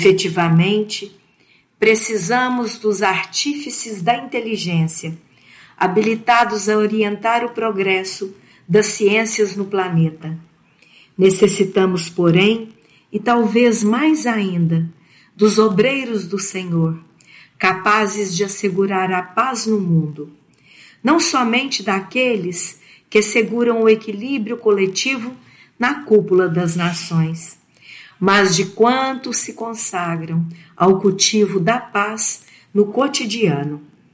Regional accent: Uberlândia, Minas Gerais, Brazil; sou da cidade de Uberlândia e sou voluntária na Web Rádio Fraternidade.

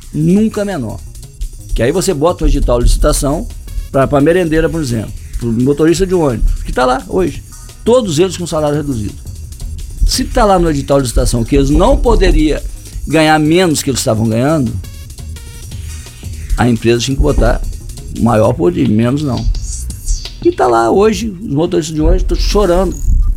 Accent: Barra de São João, Rio de Janeiro, Brazil; Eu sou do distrito de Barra do São João, né? A nossa população hoje é maior que a população de Casimiro.

